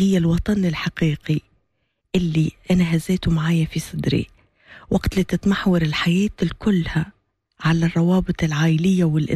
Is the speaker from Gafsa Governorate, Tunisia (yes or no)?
yes; Gafsa, Gafsa Governorate, Tunisia; moved away as an adult; يرجعني القفصة ويرجعني لربوع قفصة وللجنوب